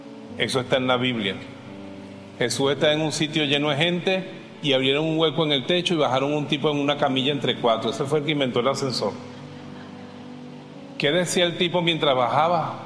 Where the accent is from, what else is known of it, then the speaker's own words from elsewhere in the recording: Valencia, Carabobo, Venezuela; born there; Yo nací aquí en el Hospital Central de Valencia, 5 kilos 600 gramos.